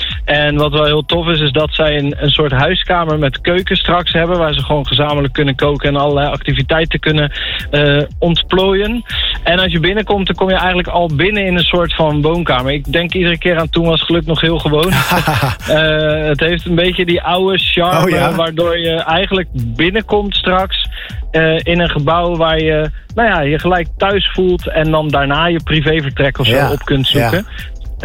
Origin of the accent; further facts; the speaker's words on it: Rotterdam, South Holland, Netherlands; het is wel tof gewoon als Rotterdammer ook om dit te mogen aanschouwen.